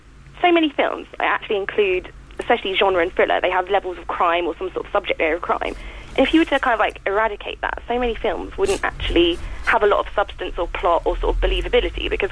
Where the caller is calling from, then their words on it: Whitehill, South East England, United Kingdom; I'm from Whitehill in Hampshire.